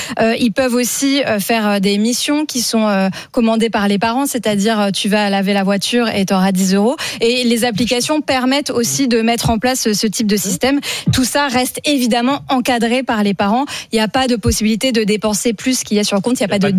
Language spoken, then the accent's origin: French; Normandy, France; Ça tombe bien, je suis normande.